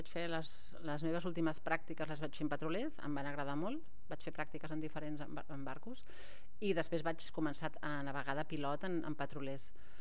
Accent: El Masnou, Catalonia, Spain; born there; Jo vaig néixer aquí a Masnou i des de casa amb uns pares es veu el mar quasi des de cada racó del pis.

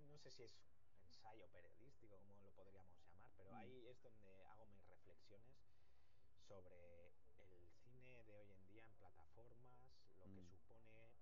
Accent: Bilbao, Basque Country, Spain; Mejor que somos de Bilbao.

